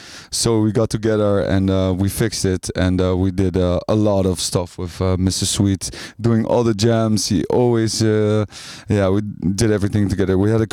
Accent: The Hague, South Holland, Netherlands; I got in touch with Mr. Sweet, a hip hop, good hip hop head in my hometown, The Hague

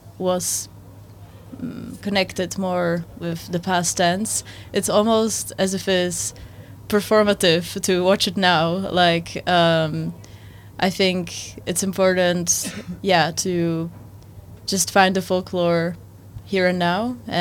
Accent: Bratislava, Bratislava Region, Slovakia; moved away as an adult; now in Netherlands; I grew up in Slovakia, born and raised there, in Bratislava.

